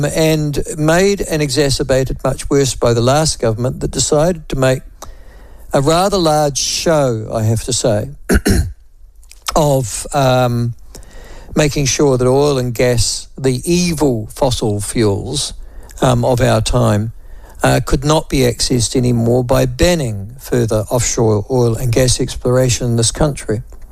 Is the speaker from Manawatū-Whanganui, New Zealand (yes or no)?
yes; Whanganui, Manawatū-Whanganui, New Zealand; when I was a young boy growing up in Whanganui